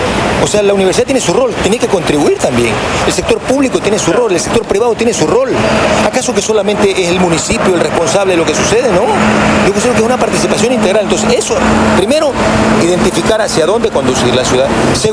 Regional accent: Quevedo, Los Ríos, Ecuador; Y nosotros somos de Quevedo, pero aparte de eso, vivimos en una ciudad maravillosa, en una ciudad que es un polo de desarrollo.

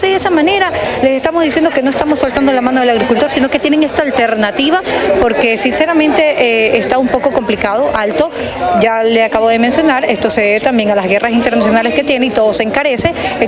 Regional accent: Mocache, Los Ríos, Ecuador; born there; orgullosa de pertenecer a esta tierra Montú

